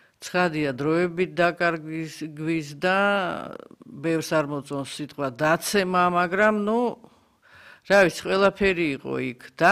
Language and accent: Georgian; Sukhumi, Abkhazia, Georgia; moved away; მე პოლიტიკოსი ვარ, სოხუმიდან ვარ გამოდევნილი ადამიანი.